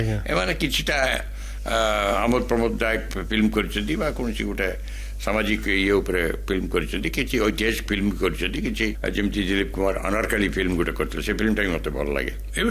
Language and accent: Odia; Rairangpur, Odisha, India; ସେ ମୟୂରଭଞ୍ଜ ଷ୍ଟେଟ୍ରେ ଚାକିରି କଲେ, ମୁଁ ଜନ୍ମ ରାଇରଙ୍ଗପୁରରେ, ଏଠିକା ଲୋକ, ଏଠିକା ଜଳବାୟୁ, ଏଠିକା ପରିବେଶ ସବୁଥିରେ ମୁଁ ହେଲି।